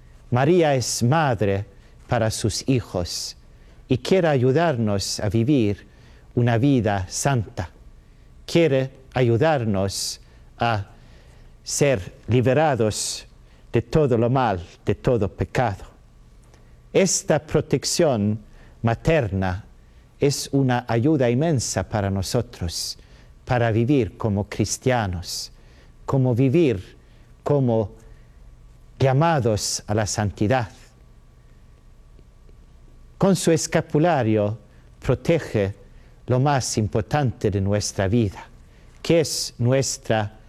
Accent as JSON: {"language": "Spanish", "country": "Sweden", "second_language": "Spanish", "lives_now": "Stockholm, Sweden", "said": "soy obispo católico de Estocolmo en Suecia. Soy sueco y por eso no puedo hablar castellano muy bien, pero espero que me comprendan. Soy también carmelita descalzo"}